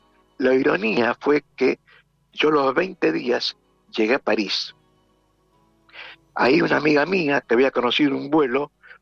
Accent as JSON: {"language": "Spanish", "country": "Argentina", "said": "Y me dice, ¿de dónde eres? De Argentina. Bueno, pero hay muchos argentinos en el ejército israelí. No, soy argentino y turista."}